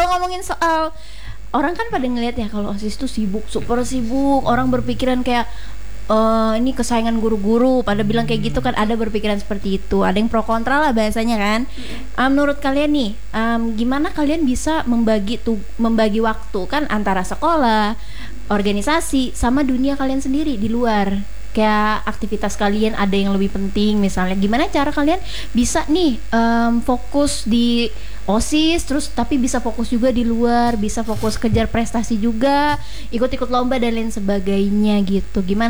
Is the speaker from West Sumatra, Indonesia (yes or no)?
no; Tangerang, Banten, Indonesia; Aku SMA 2 di Kota Tangerang.